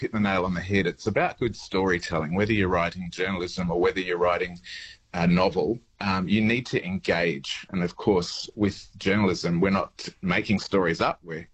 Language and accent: English; Inverell, New South Wales, Australia; my hometown? I was born at Inverell and I grew up there.